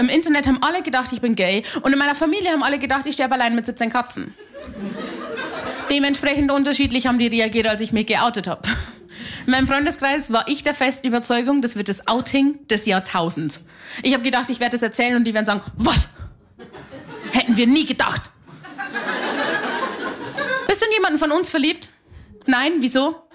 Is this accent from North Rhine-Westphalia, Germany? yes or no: no; Hanersdorf, Bavaria, Germany; Meine Leitung war sehr lang, weil ich bin aus Hanersdorf bei Simbach bei Landau in der Isar. Da gibt's sowas nicht.